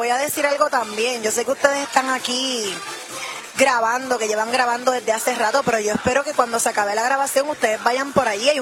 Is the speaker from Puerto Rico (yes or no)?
yes; Ponce, Puerto Rico; moved away as an adult; now in San Juan, Puerto Rico; Yo soy natural de Ponce.